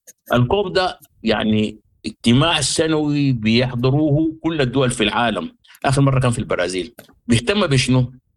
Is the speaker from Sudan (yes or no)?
yes; Sudan; ونحن دورنا كبير كسودانيين وعندنا منطقة، السودان كان فيه غابات كبيرة،